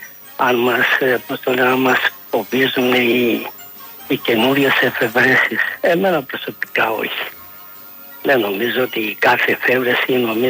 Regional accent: Central Macedonia, Greece; το χωριό μου από την Αριδαία είναι 6 χιλιόμετρα.

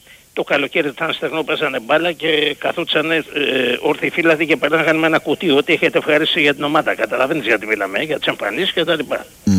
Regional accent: Greece; Του λέω μάγκες, εγώ μιλάω σαν Έλληνας.

